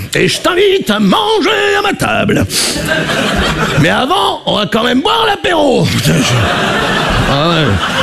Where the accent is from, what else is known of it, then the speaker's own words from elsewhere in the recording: Brittany, France; Je suis breton, hein, moi j'ai été accepté en Bretagne, je racontais le truc, un jour je suis rentré dans un bar breton